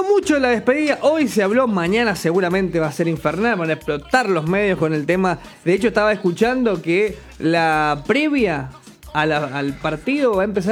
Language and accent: Spanish; Argentina; somos nosotros, el argentino